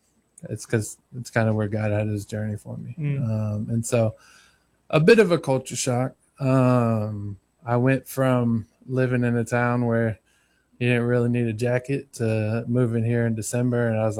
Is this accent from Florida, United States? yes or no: yes; Miami, Florida, United States; Cause I grew up in Miami where, as a youth